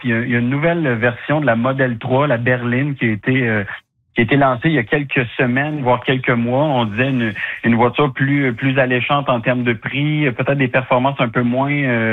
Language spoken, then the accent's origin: French; Quebec, Canada; Chez nous, au Québec